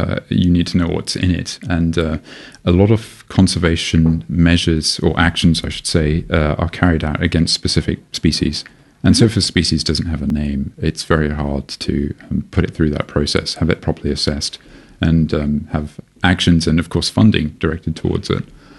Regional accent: Malaysia; now in Australia; I'm originally from Malaysia. Despite my very Western name, I am mixed race, and I grew up there

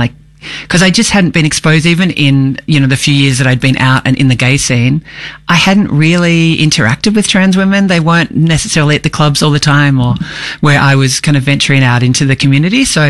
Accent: Melbourne, Victoria, Australia; But always come home to Melbourne.

